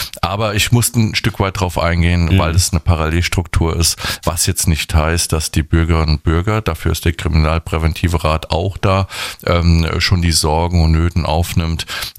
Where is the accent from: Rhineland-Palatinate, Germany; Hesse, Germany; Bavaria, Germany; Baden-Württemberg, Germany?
Rhineland-Palatinate, Germany; Winzenheim; Ich bin ja in Winzenheim groß geworden und von daher ist mir das immer eine Freude, dort irgendwie zugegen zu sein.